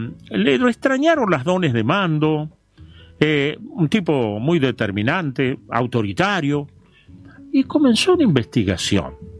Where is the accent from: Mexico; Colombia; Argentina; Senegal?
Argentina